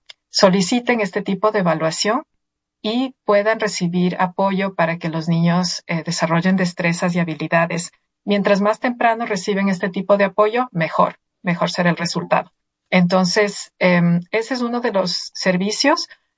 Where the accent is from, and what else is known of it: Ecuador; moved away as an adult; now in United States